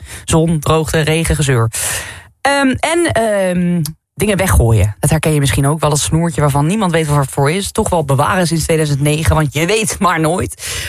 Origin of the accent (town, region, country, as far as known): Netherlands